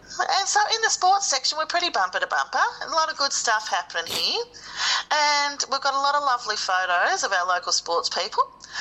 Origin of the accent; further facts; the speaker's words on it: Hay, New South Wales, Australia; We come from Hay. We don't have a lot of resources, but tennis does actually have these magnificent resources of the Callaghan family.